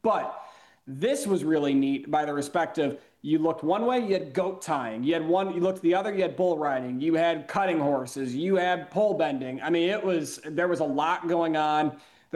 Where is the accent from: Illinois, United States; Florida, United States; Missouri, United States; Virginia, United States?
Illinois, United States; Chicago; I'm from Chicago